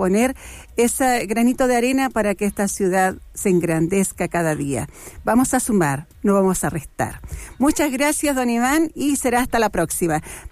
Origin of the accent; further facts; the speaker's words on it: Calama, Antofagasta, Chile; para que un día nuestra ciudad de Calama pueda desarrollar todas esas disciplinas profesionalmente